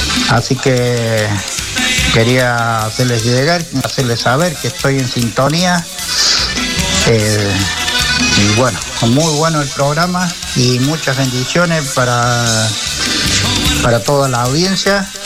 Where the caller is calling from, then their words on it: Río Tercero, Córdoba, Argentina; de la Costanera del Río Tercero.